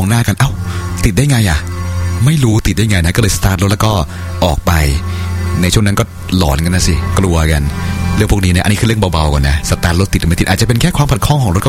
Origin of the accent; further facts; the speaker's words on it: Krabi, Thailand; สึนามิที่บ้านผมกระบี่บ้านเกิดอยู่จังหวัดกระบี่ครับคนแถวบ้านก็เสียชีวิตไปหลายคนทีเดียว